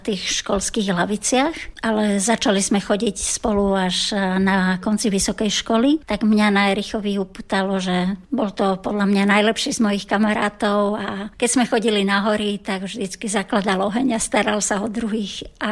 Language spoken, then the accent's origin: Slovak; Trnava, Trnava Region, Slovakia; Aj som vyrastala v Trnave